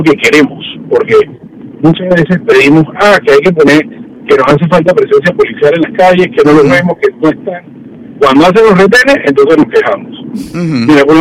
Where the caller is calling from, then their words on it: Panama; nosotros como panameños